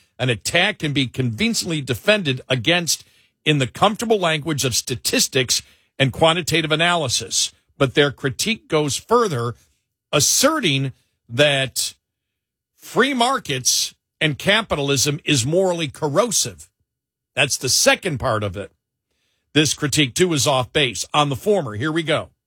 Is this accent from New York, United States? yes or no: yes; Buffalo, New York, United States; somebody who grew up in Buffalo